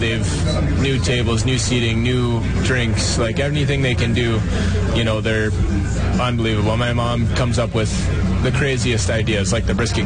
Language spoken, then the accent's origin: English; Drumheller, Alberta, Canada; I grew up in Drumheller, yeah.